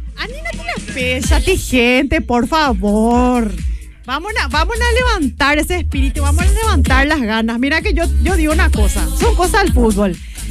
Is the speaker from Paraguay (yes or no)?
yes; Paraguay; vamos a alentarle acá desde el Paraguay.